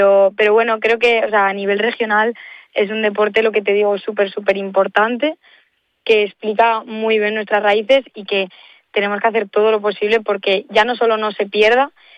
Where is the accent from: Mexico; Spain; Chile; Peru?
Spain; El Astillero, Cantabria; Pues nada, yo te puedo decir que yo soy de Astillero, yo empecé con 9 años remando en Astillero.